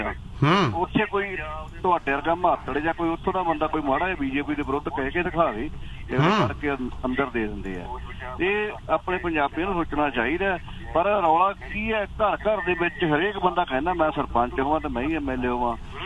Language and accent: Punjabi; Punjab, India; ਅਸੀਂ ਪੰਜਾਬ ਦੇ ਲੋਕ ਜਿਨ੍ਹਾਂ ਵਿੱਚ ਮੈਂ ਵੀ ਆ ਤੁਸੀਂ ਵੀ ਆ ਨਾ, ਅਸੀਂ ਅਗਰੈਸਿਵ ਬਹੁਤ ਛੇਤੀ ਹੋ ਜਾਂਦੇ